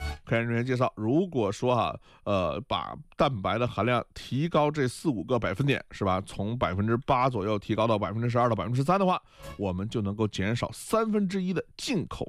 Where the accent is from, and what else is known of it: China